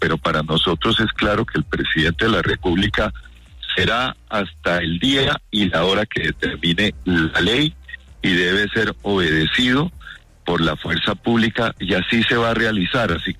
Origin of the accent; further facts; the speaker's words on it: Colombia; lo que uno quiere como colombiano es que haya una transición de gobierno lo más normal posible